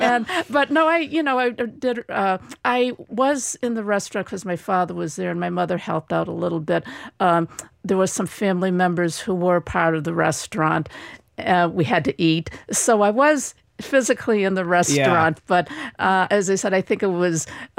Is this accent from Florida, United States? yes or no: no; Malden, Massachusetts, United States; I was born in Malden Hospital. I think I was the only Asian baby at that time.